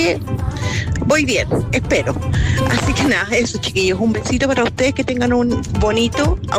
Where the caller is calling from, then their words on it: El Monte, Santiago Metropolitan, Chile; Vivo en el monte y trabajo en San Bernardo.